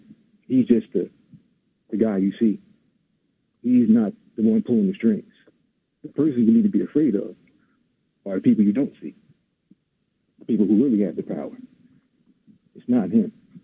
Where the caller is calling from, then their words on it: Bloomfield, United States; calling from Bloomfield.